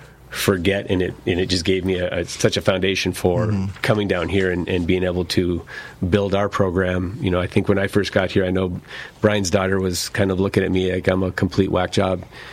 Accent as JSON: {"language": "English", "town": "Vancouver", "region": "British Columbia", "country": "Canada", "tie": "born or raised there", "said": "Vancouver."}